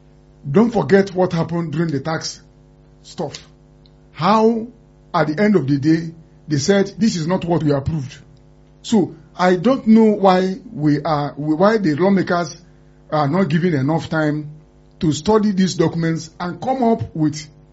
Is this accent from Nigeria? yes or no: yes; Nigeria; I'm a Nigerian. I've lived here for too long